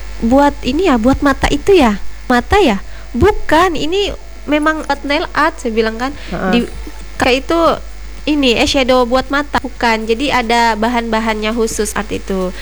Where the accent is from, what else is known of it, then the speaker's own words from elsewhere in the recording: Parang, Central Kalimantan, Indonesia; Kampung saya juga.